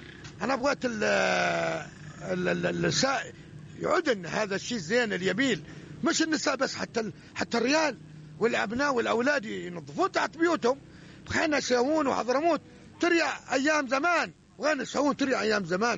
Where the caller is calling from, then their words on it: Seiyun, Hadramaut, Yemen; نحن أبناء حضرموت وخاصة أبناء العاصمة سون